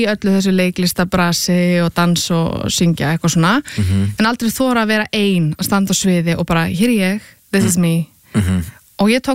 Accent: Garðabær, Capital Region, Iceland; Herru, ég að mestu leiti uppalinn í Garðabæ og gekk þar í grunnskóla og menntaskóla.

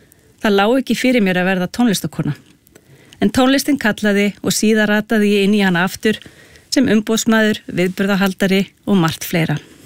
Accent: Keflavík, Southern Peninsula, Iceland; Sjálf ég alinn upp á stað sem Íslendingar hafa valið að kalla rokraskat. Ég að tala Keflavík, suður með sjó.

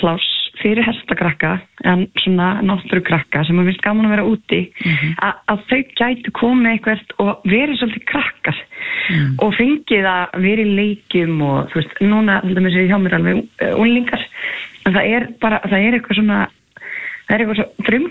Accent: Leirubakki, South Iceland, Iceland; Og svo komum við upp á Leirubakka bara þegar ég 11 ára og svo ég búin að vera hér, svona með báða fætur síðan, nánast.

